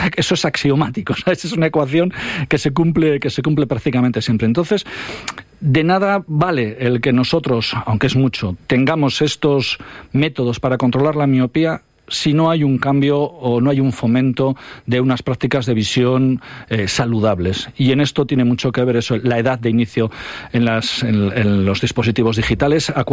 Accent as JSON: {"language": "Spanish", "town": "Ponferrada", "region": "Castile and León", "country": "Spain", "said": "vengo del Bierzo, Ponferrada, 63.000 habitantes, el Bierzo 114.000, de acuerdo, tasa de paro del 10% y subiendo"}